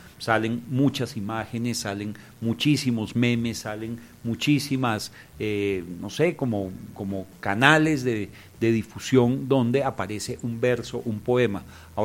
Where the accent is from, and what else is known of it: Colombia